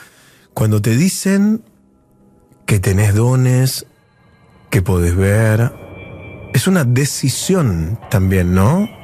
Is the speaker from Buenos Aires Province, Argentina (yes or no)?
yes; Ciudadela, Buenos Aires Province, Argentina